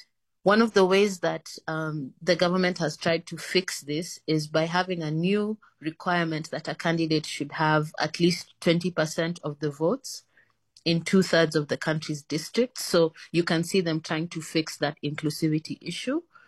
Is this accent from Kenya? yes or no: yes; Kenya; As a Kenyan, I have the privilege of loving them both equally.